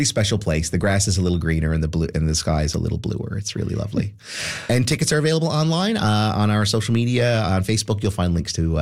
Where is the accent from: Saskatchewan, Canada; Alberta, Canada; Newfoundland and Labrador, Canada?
Newfoundland and Labrador, Canada; King's Point; I grew up in Kings Point in the 80s, and I had no idea who this person was.